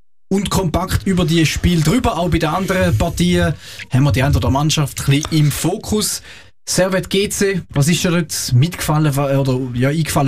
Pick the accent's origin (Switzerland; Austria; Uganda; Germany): Switzerland; eben als Schweizer kennst du die anderen Ligen nicht so